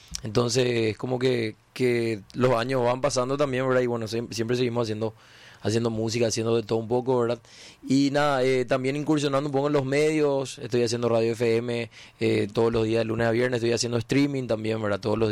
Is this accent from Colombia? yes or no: no; Asunción, Paraguay; moved away as an adult; now in Luque, Paraguay; soy acá del barrio. Crecí acá 4 cuadras de la radio realmente.